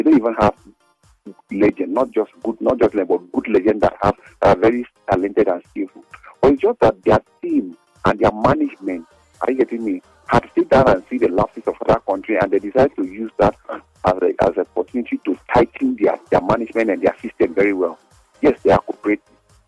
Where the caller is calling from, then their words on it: Nigeria; We are Nigerian